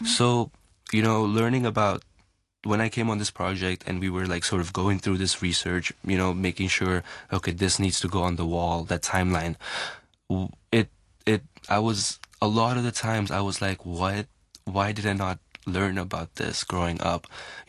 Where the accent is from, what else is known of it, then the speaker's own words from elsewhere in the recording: Hong Kong; I am an Indian Hong Konger.